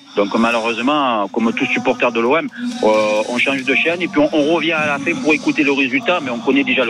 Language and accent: French; Marseille, Provence-Alpes-Côte d'Azur, France; De Marseille, je suis de Marseille, moi.